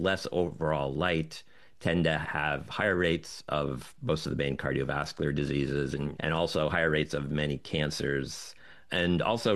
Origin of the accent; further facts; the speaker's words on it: Florida, United States; Like, I grew up in Florida in the 80s, and 90s.